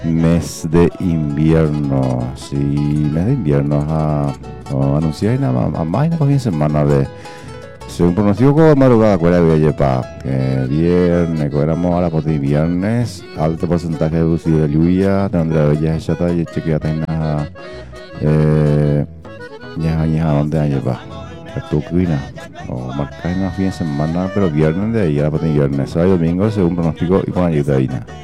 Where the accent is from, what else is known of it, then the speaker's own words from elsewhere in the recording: Paraguay; como buen paraguayo que somos, paraguayo y paraguayo